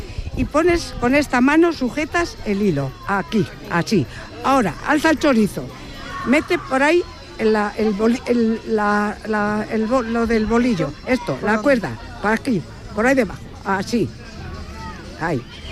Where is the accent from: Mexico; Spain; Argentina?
Spain; Tarancón, Castilla-La Mancha; soy taranconera, nacida en mi pueblo. Yo no me he movido nunca de mi pueblo